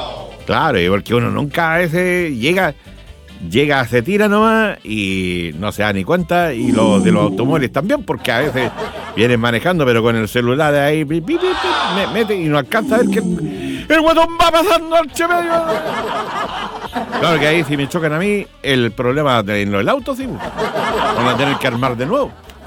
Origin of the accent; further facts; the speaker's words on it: Chile; Somos los chilenos y las chilenas buenos peatones.